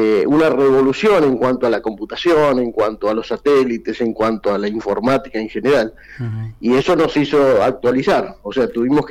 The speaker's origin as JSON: {"language": "Spanish", "region": "Buenos Aires", "country": "Argentina", "tie": "born there", "moved": "yes", "said": "nací en Capital Federal. Y me vine acá en el año 86"}